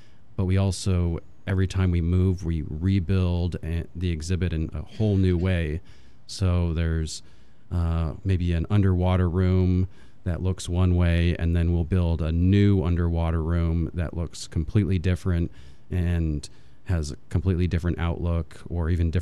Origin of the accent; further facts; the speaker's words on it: Utah, United States; I always call it the Southtown Mall, but that's because I grew up in Utah.